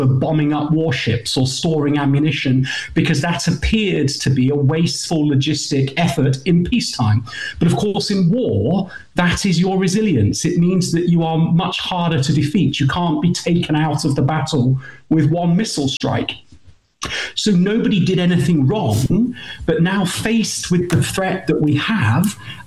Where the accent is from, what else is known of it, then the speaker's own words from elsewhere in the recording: United Kingdom; And as a Brit, that's quite embarrassing.